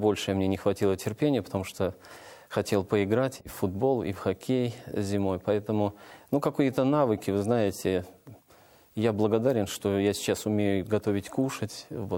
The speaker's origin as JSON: {"language": "Russian", "town": "Oryol", "region": "Oryol Oblast", "country": "Russia", "tie": "born there", "said": "И так получилось, что все-таки Орел стал их пристанищем. Там я и родился."}